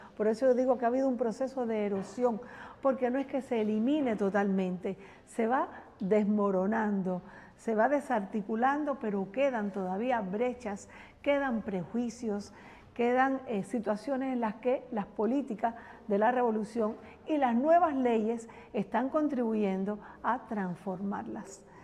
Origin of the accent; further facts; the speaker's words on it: Cuba; yo como cubana